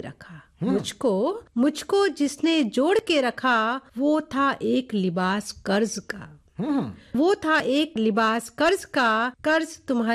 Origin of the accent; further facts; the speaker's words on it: Agra, Uttar Pradesh, India; और मैं दुनिया के किसी भी कोने में चली जाऊं लेकिन मेरी आत्मा आगरा में